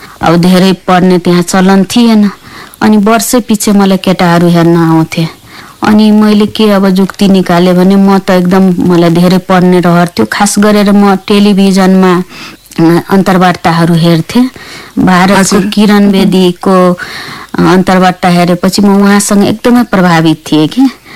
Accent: Saptari District, Madhesh Province, Nepal; first language Maithili; Nepali is a second language; also born or lived in Rajbiraj; म सप्तरी जिल्लाको एउटा ग्रामीण भेगमा जन्मेको, मेरो गाउँ कनकट्टा थियो। त्यहाँबाट 3 किलोमिटर दक्षिणमा भारतको सिमाना थियो।

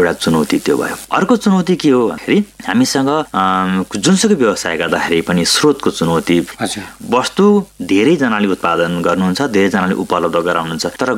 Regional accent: Tokla, Assam, India; म टोक्ला चिया बगानको छेउमा घर भएको व्यक्ति हुँ, म त्यहीँ जन्मिएको हुँ, त्यहीँ हुर्किएको हुँ।

